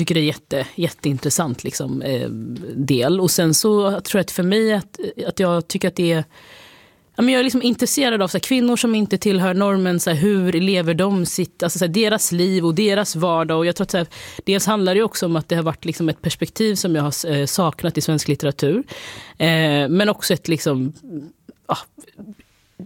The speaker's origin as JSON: {"language": "Swedish", "town": "Linköping", "region": "Östergötland", "country": "Sweden", "said": "Jag är ju från Linköping"}